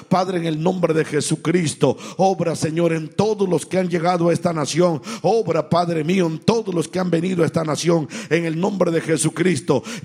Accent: Mexico; now in United States; como mexicano, Señor, represento a mi país.

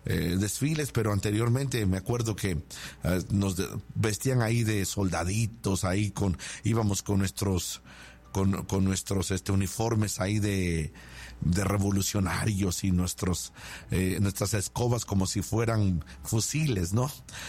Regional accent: Mexico; yo soy mexicano, aunque parezco europeo, especialmente por los ojos azules y el pelo rubio, rubio, y mi piel güera, güera

